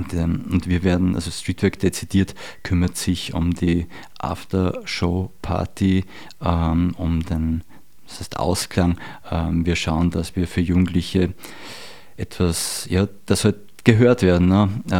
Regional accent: Ebensee, Upper Austria, Austria; Umso schöner für mich in meinem Heimatort in Ebensee.

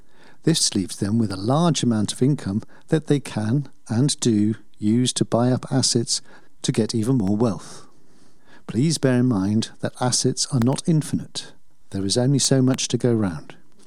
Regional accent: England, United Kingdom; I'm an Englishman living in Obertown

